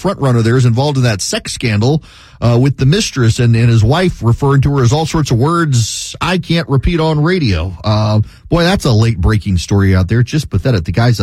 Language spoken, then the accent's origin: English; Georgia, United States; If you are in my home state of Georgia and you need to know who to vote for in the Republican primary